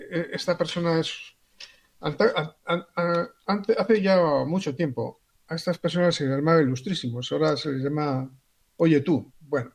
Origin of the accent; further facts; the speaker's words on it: Basque Country, Spain; una tierra determinada, que es mi tierra, que es estas vascongadas de mi amor